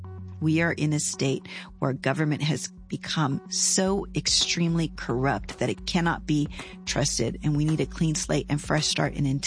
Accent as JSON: {"language": "English", "region": "Texas", "country": "United States", "said": "I don't see my run as being anything other than I am a Texan."}